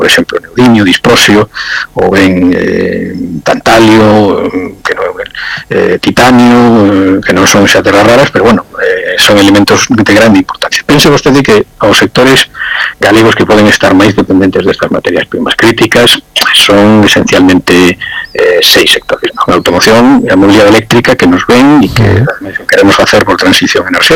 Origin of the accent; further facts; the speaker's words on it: Galicia, Spain; como europeos que somos, españoles que somos e galegos que somos